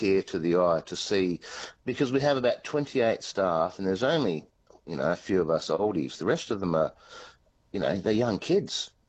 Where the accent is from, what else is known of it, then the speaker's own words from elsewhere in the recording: Coral Bay, Western Australia, Australia; now in Albany, Australia; I grew up in Coral Bay and fishing and diving, and I've worked and fished and dove all around the world. And the whole reason I moved to Albany and opened up Ocean and Paddock was to create this vision.